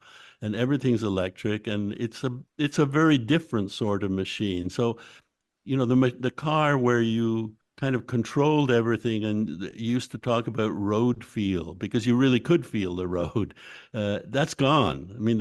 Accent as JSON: {"language": "English", "country": "Canada", "tie": "born or raised there", "said": "I grew up in Canada, which is of course very cold, which creates all sorts of special problems for cars."}